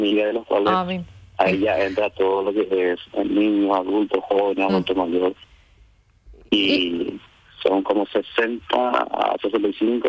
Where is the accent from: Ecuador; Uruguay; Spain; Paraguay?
Paraguay; Arroyos y Esteros, Cordillera; Yo soy de Arroyo y Estero, soy del centro de Arroyo y Estero. Estoy en la zona urbana.